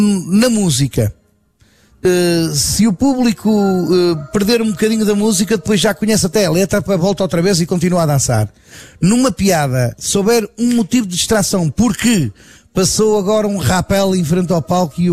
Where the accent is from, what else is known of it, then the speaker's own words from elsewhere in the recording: Rio Tinto, Norte, Portugal; Eu sou de Rio Tinto